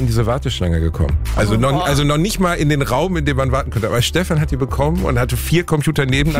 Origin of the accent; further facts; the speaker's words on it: Gelsenkirchen, North Rhine-Westphalia, Germany; born there; Ich bin in Schalke geboren